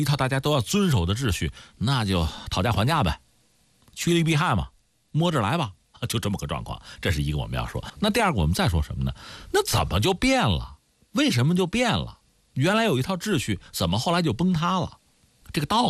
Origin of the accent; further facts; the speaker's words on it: China; 我们中国人